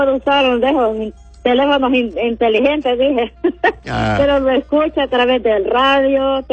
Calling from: Danlí, El Paraíso, Honduras; De aquí de Jamastrán, de Danlí Jamastrán.

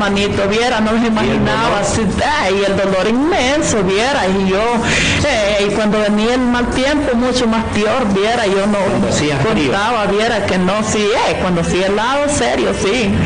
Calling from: Comayagua, Honduras; Yo vengo de acá del sitio.

